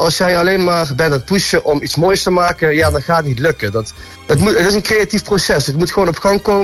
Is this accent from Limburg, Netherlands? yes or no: yes; Sittard, Limburg, Netherlands; Ik ben zelf ook geboren in Sittard, ja, geboren in getogen